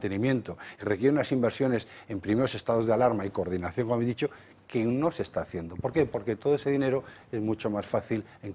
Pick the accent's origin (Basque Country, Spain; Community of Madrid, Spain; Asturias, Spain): Basque Country, Spain; Bilbao; De mi tierra, en concreto en Bilbao, que hemos visto unas escenas